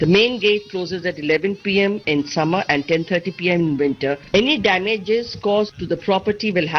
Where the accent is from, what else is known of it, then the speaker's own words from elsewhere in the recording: Kolkata, West Bengal, India; from Salt Lake City, Kolkata.